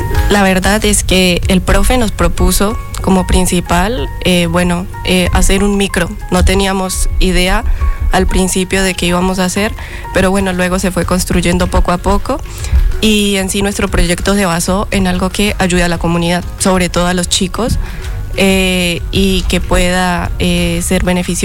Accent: Duitama, Boyacá, Colombia; now in Argentina; Yo soy de Colombia, de la ciudad de Duitama, de Boyacá, a 4 horas de Bogotá.

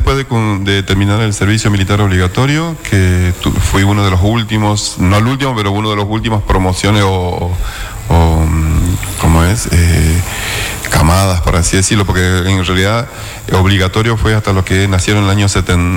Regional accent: Presidencia Roque Sáenz Peña, Chaco, Argentina; born there; estudié piano cuando era chico en Sáenz Peña

